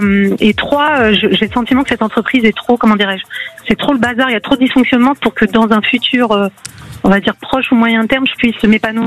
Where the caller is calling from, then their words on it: Île-de-France, France; Je vous appelle du 91.